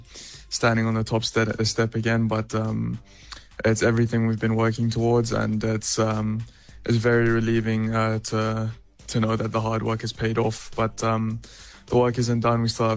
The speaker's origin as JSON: {"language": "English", "country": "South Africa", "said": "being from South Africa and racing against Europeans"}